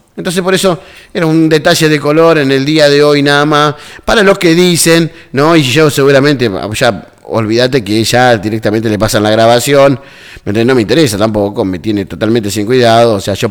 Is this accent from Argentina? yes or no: yes; Colón, Entre Ríos, Argentina; Yo soy de Colón, yo no le voy a hacer partido más fácil a la Unión, ¿me entendés?